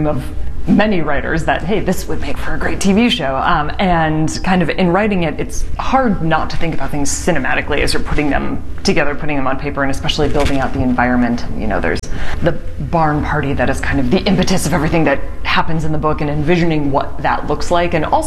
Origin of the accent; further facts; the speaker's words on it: New York, United States; I had a really wonderful, lovely experience growing up in the Hudson, and I had a great family life and wonderful friends